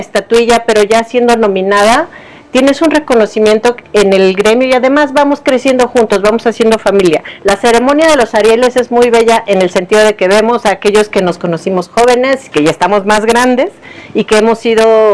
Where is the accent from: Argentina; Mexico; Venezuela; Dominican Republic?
Mexico; born or raised there; moved away as an adult